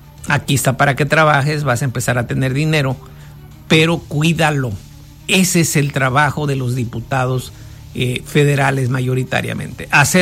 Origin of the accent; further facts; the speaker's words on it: Mexico; porque somos mexicanos, que eso está sujeto a discusión, si somos mexicanos o no.